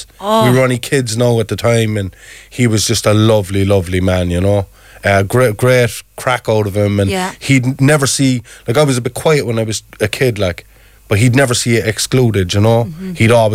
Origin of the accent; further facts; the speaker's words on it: Ireland; I'm from Parklands. Great place to grow up.